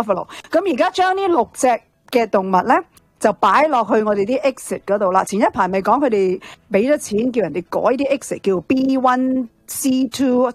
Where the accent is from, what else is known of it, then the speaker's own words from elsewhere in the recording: Canada; 原来在背后呢我们加拿大人曾经在医院那里是在不知情的情况之下同某一些的原住民是做了绝育手术。